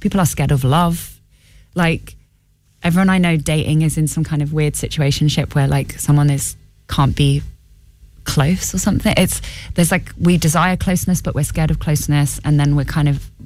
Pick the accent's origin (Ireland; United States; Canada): Ireland; as an Irish, you know, person as well